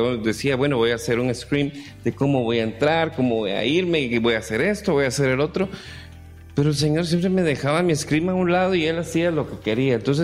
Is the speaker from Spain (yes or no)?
no; Guatemala; todos éramos somos guatemaltecos